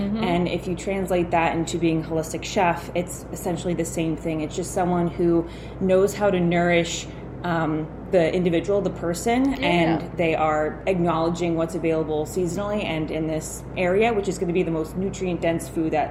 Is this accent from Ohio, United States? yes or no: no; Saugerties, New York, United States; also born or lived in Pittsburgh, United States / United Kingdom / Oregon, United States; But oddly enough, I am from Saugerties.